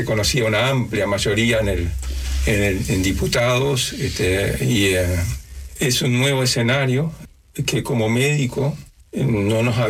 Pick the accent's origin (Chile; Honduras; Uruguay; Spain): Uruguay; born there; Yo quiero decir primero que yo nací en Uruguay.